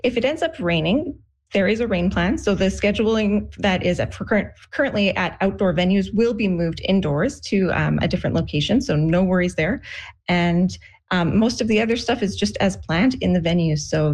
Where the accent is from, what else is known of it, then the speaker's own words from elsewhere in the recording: Canada; I think that one of the coolest things about being Canadian is our multicultural identity. I love how growing up with people from all over the world